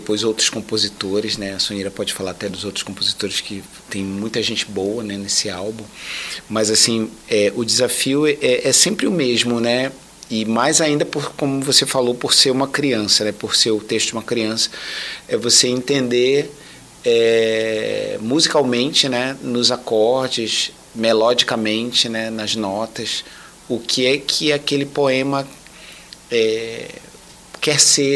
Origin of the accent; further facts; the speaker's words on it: Belém, Pará, Brazil; born there; o Guamá, que é o meu bairro, né? O bairro onde eu nasci também